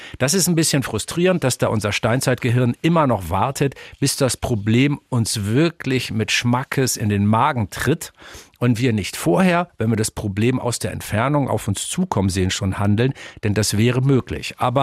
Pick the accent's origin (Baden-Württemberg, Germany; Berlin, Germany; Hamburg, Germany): Hamburg, Germany; ich komme aus Norddeutschland, in der Nähe von Hamburg, geboren und aufgewachsen.